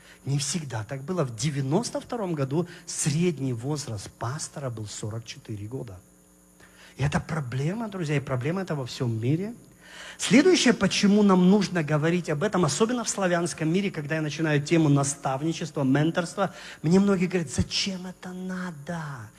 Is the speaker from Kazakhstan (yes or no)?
yes; Kazakhstan; born there; Я родился в Казахстане, в маленькой деревне.